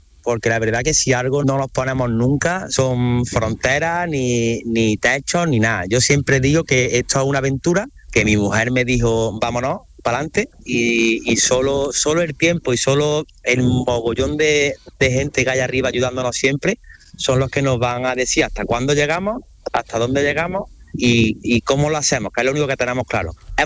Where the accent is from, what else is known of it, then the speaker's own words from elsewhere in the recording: Córdoba, Andalusia, Spain; Siendo de Córdoba